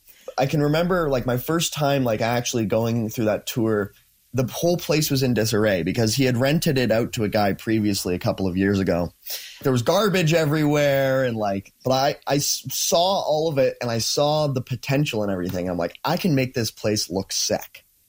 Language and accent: English; Coalhurst, Alberta, Canada; So I grew up in Coalhurst, Alberta.